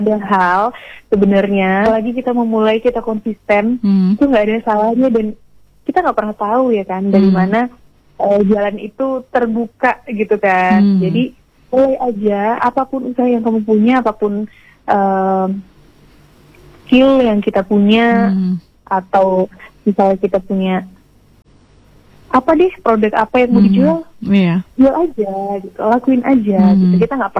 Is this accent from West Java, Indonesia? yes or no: no; East Nusa Tenggara, Indonesia; Karena memang aku dari kecil di NTT